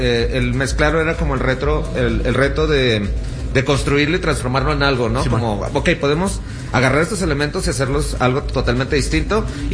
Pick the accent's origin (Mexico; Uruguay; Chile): Mexico; yo sí me cuestioné muchas veces de que por qué no teníamos un sonido que nos representara como mexicanos